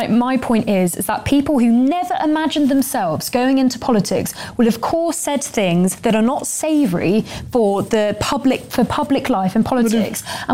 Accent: East of England, United Kingdom; The East Anglia, I'll say.

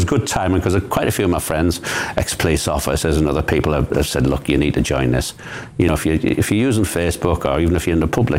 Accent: United Kingdom

